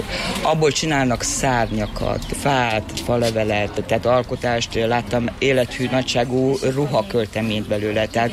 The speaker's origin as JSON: {"language": "Hungarian", "country": "Hungary", "moved": "as an adult", "lives_now": "Netherlands"}